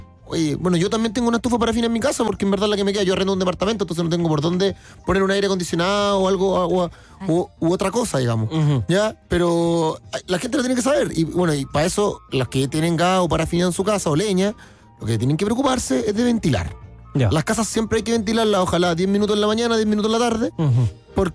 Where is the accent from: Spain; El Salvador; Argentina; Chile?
Chile; Concepción, Biobío; yo soy del sur, de Concepción.